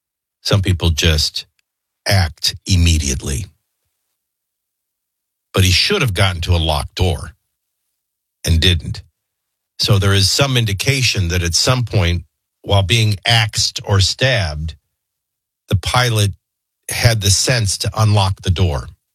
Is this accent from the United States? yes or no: yes; New Orleans, Louisiana, United States; growing up in New Orleans, that has meaning, because what it's really describing is when the flood is coming, God raises the levee even higher to prevent the flooding. I lived under sea level.